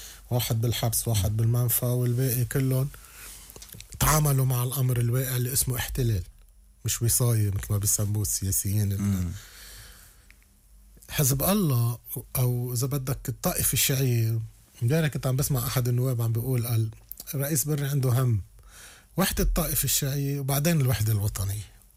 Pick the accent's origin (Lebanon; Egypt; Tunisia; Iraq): Lebanon; نحن كلبنانيين